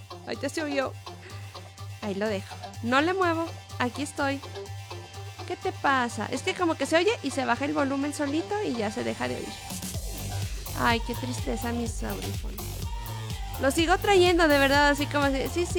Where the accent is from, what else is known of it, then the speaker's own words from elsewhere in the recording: Mexico; No es que tú eres de Chiapas, de Yucatán y yo soy de Sonora, no, es todos somos mexicanos, ¿sabes?